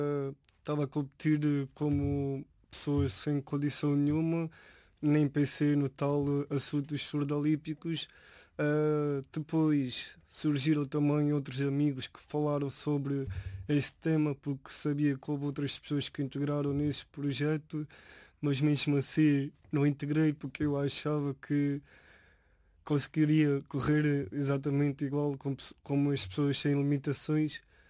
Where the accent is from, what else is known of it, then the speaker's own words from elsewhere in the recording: Elvas, Alentejo, Portugal; now in Évora, Portugal; sou alentejano, sou de Elvas, mas neste momento estou a viver em Évora